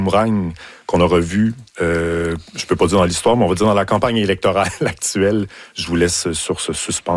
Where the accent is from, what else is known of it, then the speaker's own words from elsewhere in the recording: Quebec City, Quebec, Canada; Des crocs, mais je viens de Québec